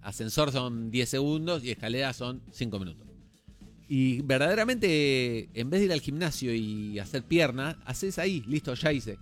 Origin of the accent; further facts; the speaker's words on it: Bahía Blanca, Buenos Aires Province, Argentina; now in Buenos Aires, Argentina; Con dolor dejo de sentir propia mi ciudad natal y esta medio que la siento propia.